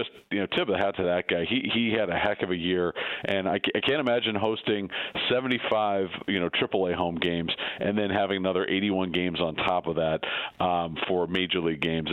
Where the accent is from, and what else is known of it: Akron, Ohio, United States; born or raised there